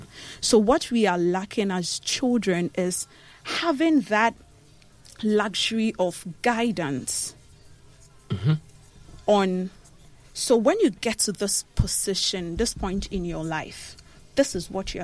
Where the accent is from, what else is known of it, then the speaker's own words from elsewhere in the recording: Shama Junction, Western Region, Ghana; I grew up in Shamar Junction.